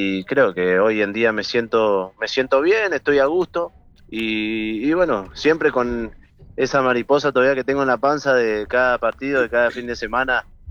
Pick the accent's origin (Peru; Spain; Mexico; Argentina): Argentina; Corrientes; moved away; nosotros que somos correntinos, siempre digo, somos muy correntinos